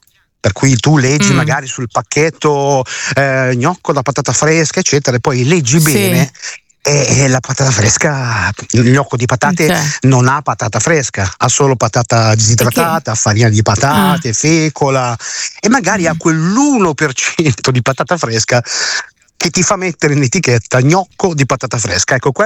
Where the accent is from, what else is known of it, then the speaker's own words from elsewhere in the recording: Milan, Lombardy, Italy; now in Liguria, Italy; io sono milanese ma vivo in Liguria